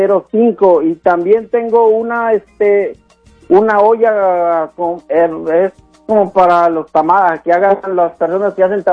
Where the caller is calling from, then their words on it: Kent, Washington, United States; aquí en el área de Kent.